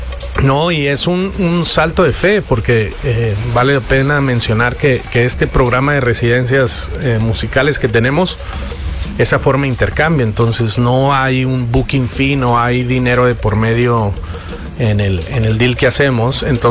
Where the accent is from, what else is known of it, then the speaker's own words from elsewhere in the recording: Tijuana, Baja California, Mexico; now in Los Cabos, Mexico; yo crecí en Tijuana, entonces conocí a parte de la Baja.